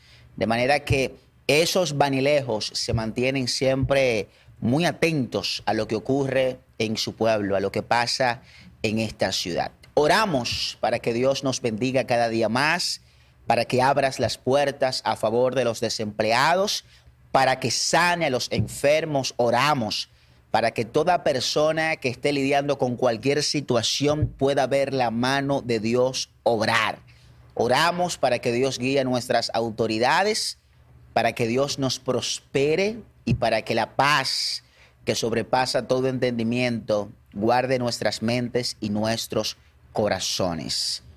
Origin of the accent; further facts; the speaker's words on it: Baní, Peravia, Dominican Republic; Baní es una bendición. Siempre procuro promover mi pueblo, mis raíces, esta comarca, esta provincia que ha tenido un crecimiento maravilloso